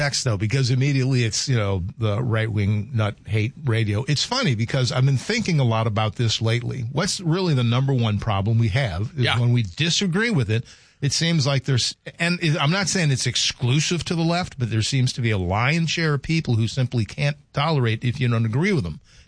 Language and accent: English; the South, United States; growing up when I did in the South, especially the time when I grew up in the South, in the early 60s, it was not a pleasant time in parts of the South.